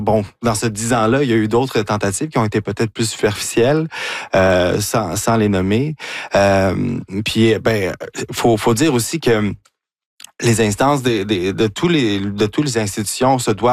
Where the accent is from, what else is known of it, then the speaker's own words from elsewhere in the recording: Chicoutimi, Quebec, Canada; born there; also born or lived in Valcartier / Montréal; Mais sinon, c'était Québec, Valcartier, Montréal, une bonne partie de ma vingtaine, Chicoutimi. Je suis né à Chicoutimi, moi.